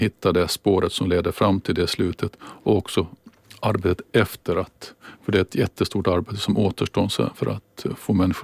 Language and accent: Swedish; Åland, Åland Islands; Jag tror här på insidan på Åland så tror jag att ålänningarna har lika stor och stark känsla för både självstyrelsen och demilitariseringen